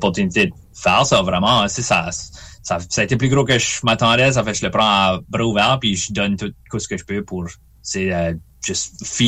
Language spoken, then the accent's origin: French; Memramcook, New Brunswick, Canada; des histoires du monde de Memram Cook, de mon village natal.